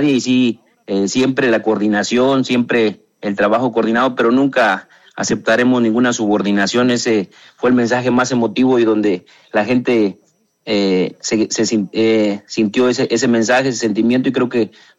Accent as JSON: {"language": "Spanish", "country": "Mexico"}